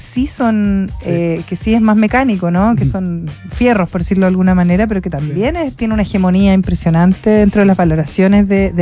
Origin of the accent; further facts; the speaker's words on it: Chile; Que es lo que tenemos más cerca como chilenos